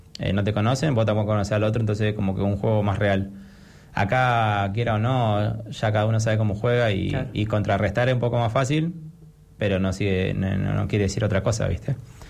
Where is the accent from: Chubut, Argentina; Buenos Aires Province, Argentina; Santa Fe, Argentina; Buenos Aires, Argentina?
Chubut, Argentina; Rawson; soy de Rawson